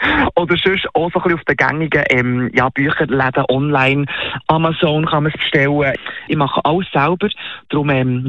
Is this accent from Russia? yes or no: no; Switzerland; Wir sind natürlich als Schweizer, neigen wir auch dazu, eben allen immer, zu allem Ja zu sagen